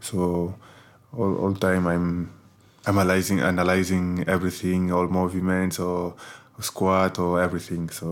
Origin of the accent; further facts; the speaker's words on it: Santa Coloma de Farners, Catalonia, Spain; English is a second language; I started to play football in my hometown called Santa Coloma de Farnés. I was playing there in Centre de Sport Farnés since 4 years because I was watching my big brother, my old brother, playing football